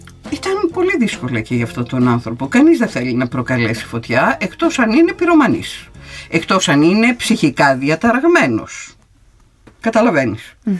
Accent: Kalamoti, North Aegean, Greece; σε ένα άλλο χωριό που μεγάλωσα στην Καλαμωτή της Χίου

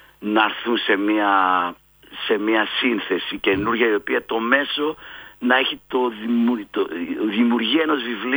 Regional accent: Thessaloniki, Central Macedonia, Greece; αφού είμαι από Θεσσαλονίκη.

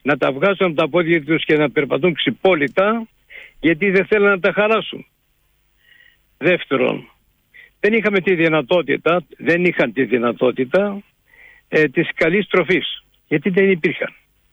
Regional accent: Thessaly, Greece; το χωριό μου απέχει από τον ομό, από την Καρδίτσα εννοώ, περίπου 20 χιλιόμετρα. Έχει υψόμετρο 320 μέτρα.

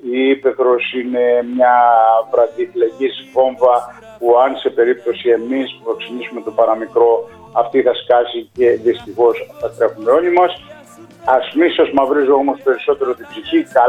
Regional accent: Monokampi, North Aegean, Greece; στο χωριό μου, το μονοκάμπι της Ικαρίας.

